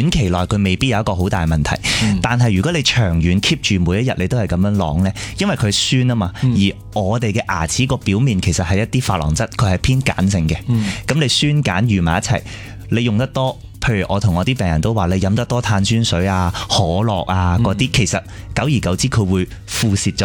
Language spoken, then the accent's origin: Cantonese; Hong Kong; 我哋香港人